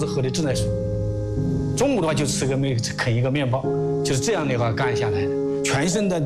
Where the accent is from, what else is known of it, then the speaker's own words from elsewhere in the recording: southern China, China; moved away as an adult; now in Tangshan, China; 我们南方人